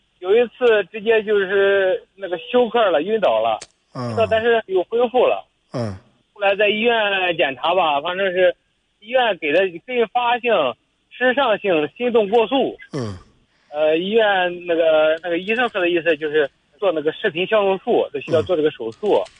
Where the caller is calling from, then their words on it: Rizhao, Shandong, China; 山东日照。